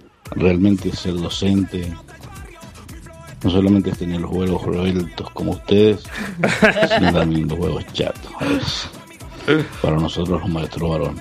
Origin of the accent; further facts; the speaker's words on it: Guaymallén, Mendoza, Argentina; Soy de Guaymallén y mis últimos dos son 402.